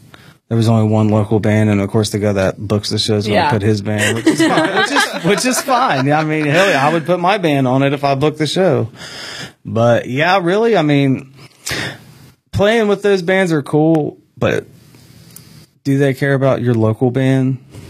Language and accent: English; Huntington, United States; born or raised there